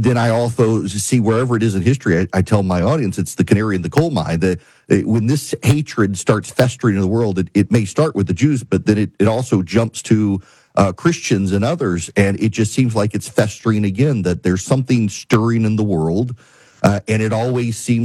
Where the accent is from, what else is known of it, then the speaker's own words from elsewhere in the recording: Dubai, United Arab Emirates; You know, I grew up in Dubai, and I remember as a kid, all of our textbooks, anything that referenced Israel was either redacted or ripped out.